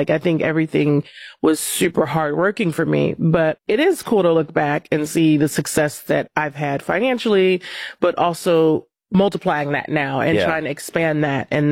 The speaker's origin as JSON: {"language": "English", "town": "Compton", "region": "California", "country": "United States", "said": "I'm from Compton, California, and I remember playing on these courts and, you know, my life was great."}